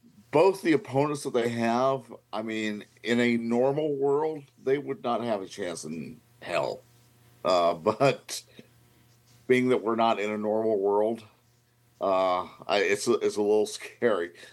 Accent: Georgia, United States; here in my hometown.

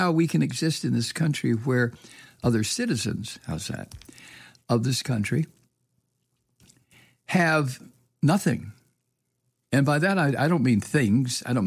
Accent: United States; I'm an American.

